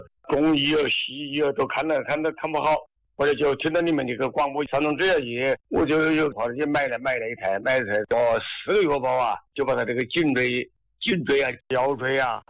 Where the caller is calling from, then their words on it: Xiaogan, Hubei, China; 孝感，孝感村周站镇。